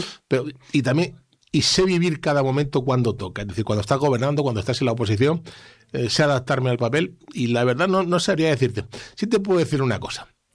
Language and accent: Spanish; Region of Murcia, Spain; cuando estoy en casa, más allá que también tengas que hacer actividad política ahí en la región de Murcia